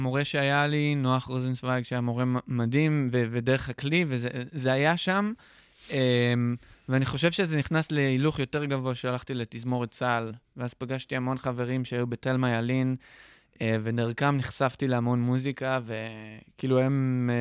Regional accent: Holon, Tel Aviv District, Israel; born or raised there

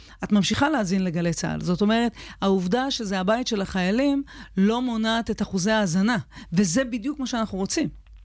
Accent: Ashkelon, Southern District, Israel; moved away; התחנות שעיצבו אותי בסוף, זה היה הילדות שלי באשקלון. זה ילדות במקום מאוד מאוד אוהב, מפרגן, תומך, שהיה קר נרחב לכל השיגונות שלי.

